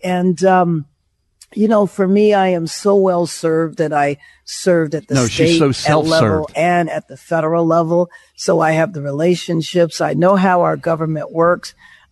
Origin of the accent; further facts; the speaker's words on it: Los Angeles, California, United States; I'm born and raised in Los Angeles.